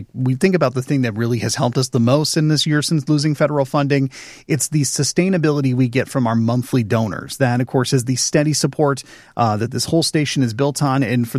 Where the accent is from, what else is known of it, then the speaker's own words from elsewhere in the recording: Greenville, Michigan, United States; in my hometown of Greenville